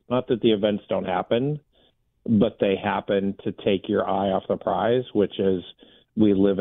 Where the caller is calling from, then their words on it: Surprise, Arizona, United States; I'm calling from Surprise, Arizona, FEMA Region 9.